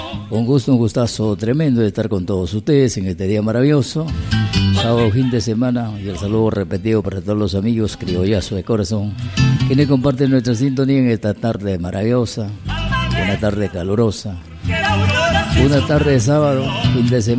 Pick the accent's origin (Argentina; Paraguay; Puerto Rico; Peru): Peru; Nuestra música peruana tiene fama en todo el mundo de como buenos peruanos, orgullosos de difundir nuestra música